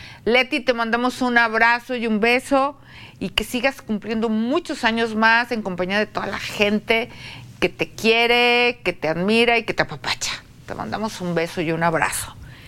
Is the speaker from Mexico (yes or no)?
yes; Mexico; nos distinguieron a nosotros los mexicanos